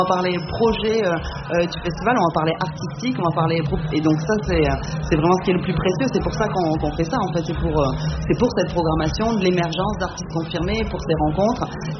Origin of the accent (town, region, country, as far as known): South-West France, France; now in La Rochelle, France